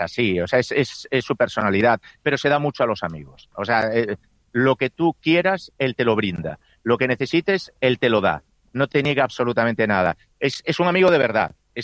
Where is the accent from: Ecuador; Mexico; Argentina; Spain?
Spain; Yo como español